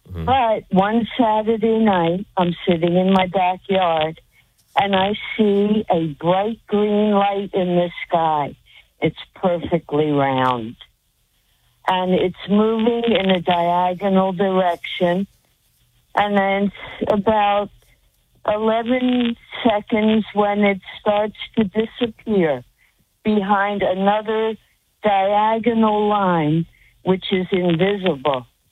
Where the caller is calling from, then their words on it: New Jersey, United States; I'm calling from South Jersey